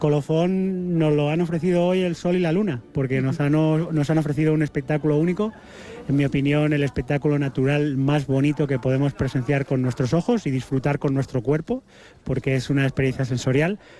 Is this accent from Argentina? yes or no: no; Spain; Es la primera vez que veo uno en mi país y hace un momento comentaba con un compañero la importancia que eso tiene para mí. He sido capaz de disfrutar de eclipses y compartir eclipses fuera de España, pero es la primera vez que lo hago aquí.